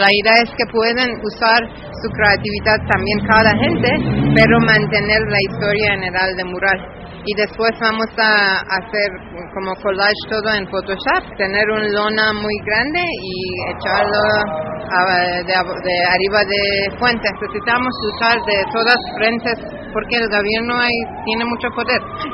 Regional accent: Iran; Spanish is a second language; now in Mexico City, Mexico; yo y también Abu, la otra persona de Casa Ojalá, somos de Irán

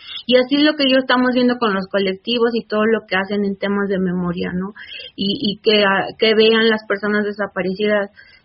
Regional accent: Ecatepec, State of Mexico, Mexico; Originarios de aquí del Estado de México, soy de aquí de Catepec, Estado de México.

